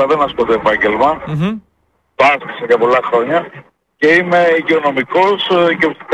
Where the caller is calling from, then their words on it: Kavala, Eastern Macedonia and Thrace, Greece; από Καβάλα.